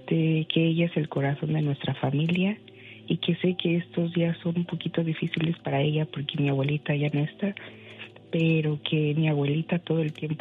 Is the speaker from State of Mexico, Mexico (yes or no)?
yes; State of Mexico, Mexico; Del Estado de México.